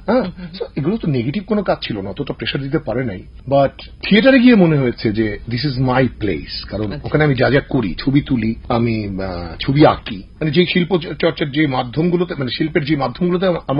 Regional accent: Dhaka, Dhaka Division, Bangladesh; আমি একটা সরকারি স্কুলের ছাত্র ঢাকার, আমার জন্ম এবং বেড়ে ওঠা দুটোই ঢাকায়।

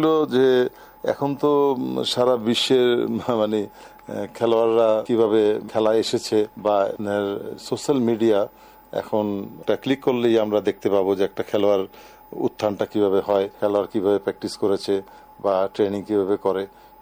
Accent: Bangladesh; born there; আমি আল্লাহর কাছে কৃতজ্ঞ যে আমি বাংলাদেশে জন্মগ্রহণ করেছি।

